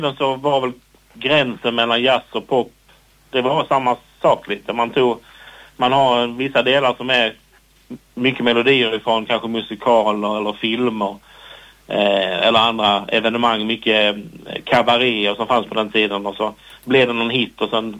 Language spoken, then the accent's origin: Swedish; Kristianstad, Skåne, Sweden; Jag kom från Kristianstad från början, den var den ganska stark. Sen kom jag till Lund i mitten på 90-talet